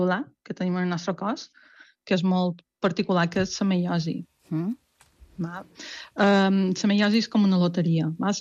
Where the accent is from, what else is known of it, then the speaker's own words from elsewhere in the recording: Balearic Islands, Spain; jo veia gent i pensava, som mallorquins.